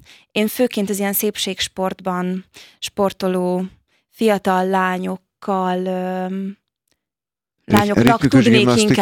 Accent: Vácszentlászló, Pest, Hungary; also born or lived in Budapest; Én igen, ott nőttem fel, de Gödöllőn a Babatvölgyi Lovas Központba jártam.

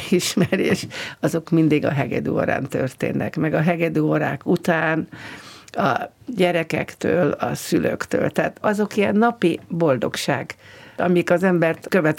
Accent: Tatabánya, Komárom-Esztergom, Hungary; also born or lived in Győr; Tatabányára visszamegyek tanítani, ahonnan jöttem.

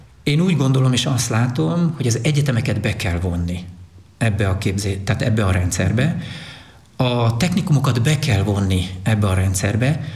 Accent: Hungary; born there; Én is itt születtem. Ez a hazám.

